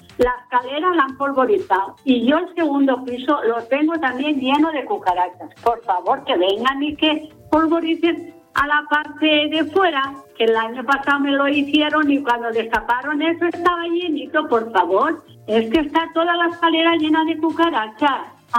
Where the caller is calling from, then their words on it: Valencian Community, Spain; soy una señora de Rosa de los Vientos.